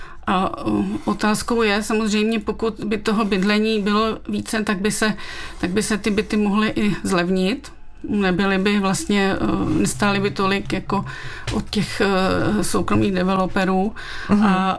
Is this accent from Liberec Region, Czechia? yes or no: yes; Liberec, Liberec Region, Czechia; Narodila jsem se v Liberci a jsem vlastně pátá generace … a žijeme tady v Liberci v Ruprechticích od roku 1850.